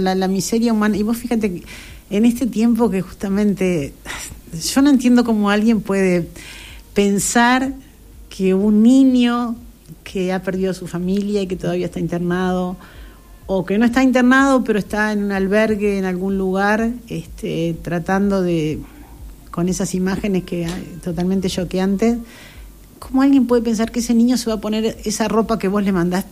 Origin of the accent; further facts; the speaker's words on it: Colonia, Uruguay; Somos solidarios los colonienses.